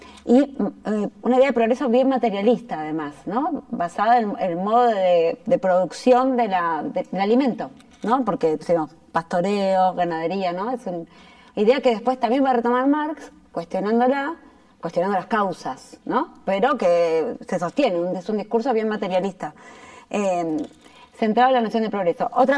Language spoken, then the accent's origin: Spanish; Argentina